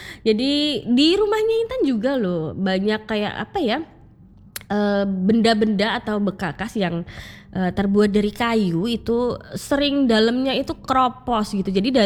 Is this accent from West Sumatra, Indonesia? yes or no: no; Surakarta, Central Java, Indonesia; Saya asli Solo dari lahir